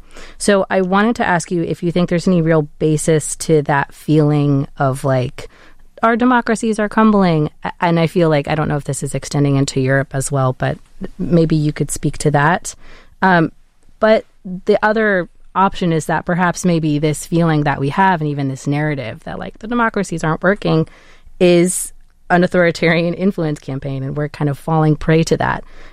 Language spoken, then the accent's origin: English; United States; now in Taiwan; I myself, speaking as an American and on behalf of my co-host, two Americans based in Taiwan